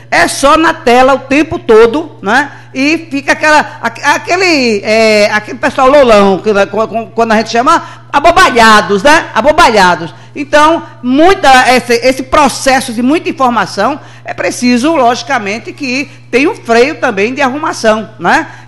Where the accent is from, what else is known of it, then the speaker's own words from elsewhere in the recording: Brazil; a gente, como brasileiro